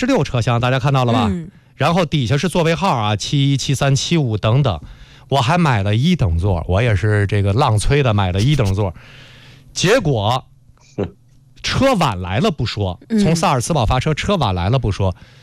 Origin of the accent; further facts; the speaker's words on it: China; now in Austria; 我天，我这作为中国人完全疯了。